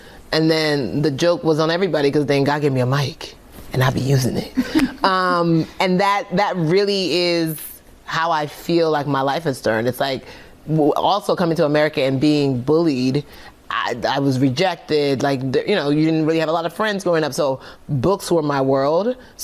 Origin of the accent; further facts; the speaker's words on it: Nigeria; I'm Nigerian.